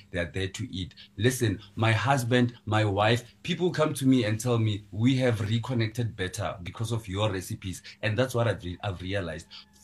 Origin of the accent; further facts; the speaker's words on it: Pretoria, Gauteng, South Africa; born there; I was born in Pretoria. I'm very comfortable with the language. Yes, Pitori. We call it Spitori. It's a subcultural language that we have in Pretoria.